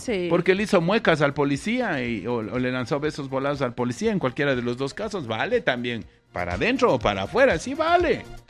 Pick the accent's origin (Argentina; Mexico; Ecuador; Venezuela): Ecuador; Seguimos en la tremenda delincuencia nosotros como ecuatorianos también.